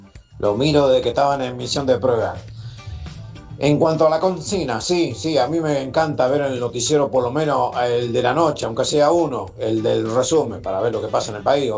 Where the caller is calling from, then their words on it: Lomas de Zamora, Buenos Aires Province, Argentina; de Lomas.